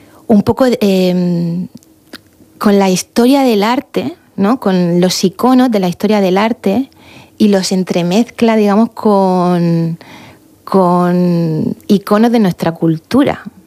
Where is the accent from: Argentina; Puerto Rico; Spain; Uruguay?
Spain; Murcia, Region of Murcia; also born or lived in Shanghai; now in Murcia, Spain; Murcia siempre me ha acogido muy bien en mi tierra, yo soy del Palmar y pues es bonito, ¿no?, regresar a... Después han sido casi 20 años.